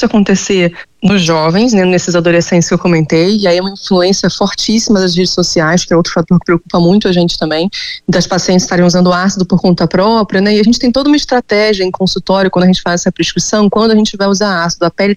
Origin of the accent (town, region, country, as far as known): Rio de Janeiro, Brazil